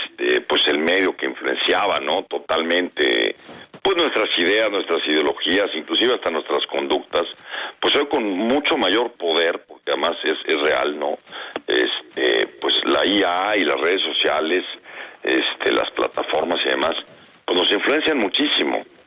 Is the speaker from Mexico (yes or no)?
yes; Mexico